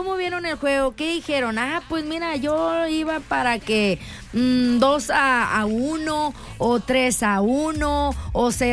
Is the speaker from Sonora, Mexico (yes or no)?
yes; Sonora, Mexico; somos sonorense